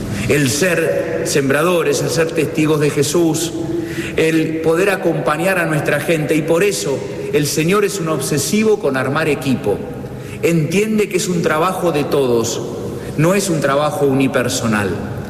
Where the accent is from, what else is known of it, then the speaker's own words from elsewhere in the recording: Argentina; que como argentinos podamos reconstruir los vínculos